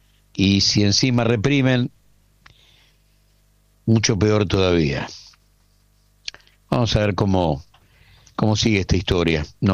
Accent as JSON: {"language": "Spanish", "country": "Argentina"}